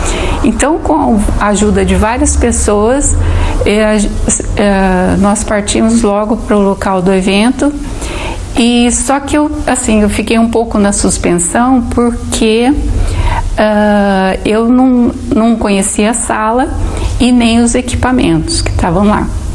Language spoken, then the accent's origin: Portuguese; Guaratinguetá, São Paulo, Brazil; eu sou daqui de Guaratinguetá e já estou no Focolar já há alguns anos.